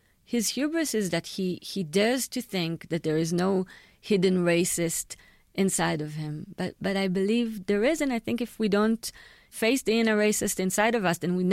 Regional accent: Israel; when I grew up in Israel

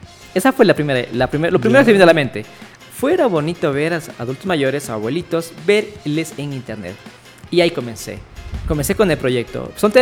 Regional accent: Otavalo, Imbabura, Ecuador; born there; also born or lived in Ibarra; yo nací aquí en Ibarra. Pero los 3 mesecitos me dijeron, aquí no es. Y nos fuimos para Otavalo.

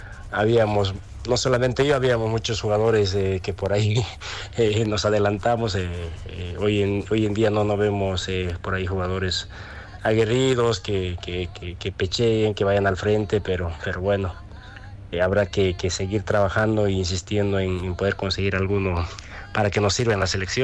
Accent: Chicaloma, La Paz, Bolivia; born there; Yo nací en Chicaloma, provincia de Suyungas, de La Paz, y bueno, hace 47 años ya actualmente

